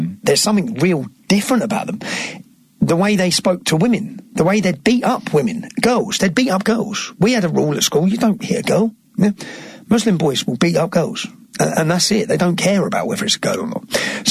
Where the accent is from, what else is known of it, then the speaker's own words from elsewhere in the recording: Luton, East of England, United Kingdom; my duty as an Englishman, as a father, to hand down a safe and prosperous Britain to the next generation. Obviously, I'm from a town called Luton, which is 30 miles north of where we are now.